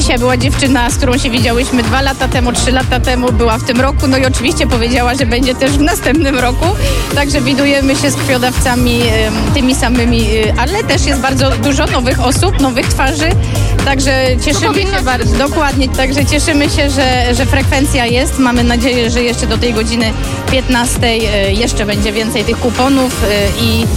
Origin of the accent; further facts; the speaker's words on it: Warsaw, Masovian Voivodeship, Poland; ja jestem z Warszawy